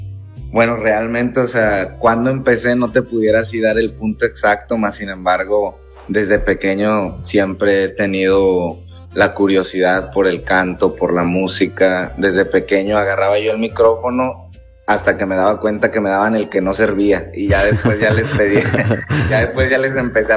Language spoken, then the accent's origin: Spanish; Reynosa, Tamaulipas, Mexico; now in McAllen, United States; yo de pequeño, actualmente vivo en McAllen, Texas, pero yo crecí en Reynosa, Tamaulipas.